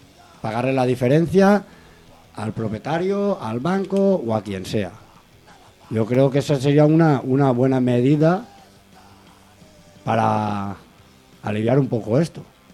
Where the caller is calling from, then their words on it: Valencian Community, Spain; en mi pueblo, que es un pueblo de montaña y está en Valencia